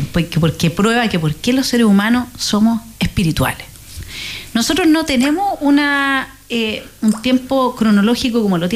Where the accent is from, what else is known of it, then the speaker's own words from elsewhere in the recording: Villarrica, Araucanía, Chile; born there; moved away; also born or lived in Temuco; Sí, pues yo soy de Villarrica, mi familia es de Villarrica, hoy día mi papá, mi hermano viven allá. Me casé en Temuco, crecí también entre Villarrica y Temuco, porque en Villarrica había colegio alemán, solo estaba tercero básico. Y nosotros somos alemanes